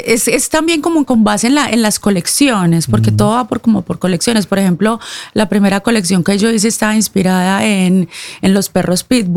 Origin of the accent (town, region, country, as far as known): Colombia; now in Norway